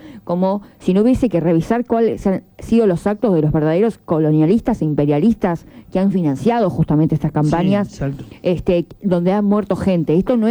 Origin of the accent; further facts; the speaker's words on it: Argentina; para desprestigiarnos como argentinos